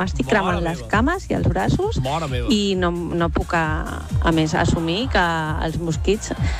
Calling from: Gelida, Catalonia, Spain; de Gelida

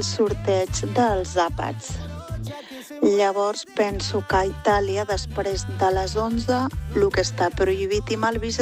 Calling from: Sant Just Desvern, Catalonia, Spain; de Sant Just d'Esvern.

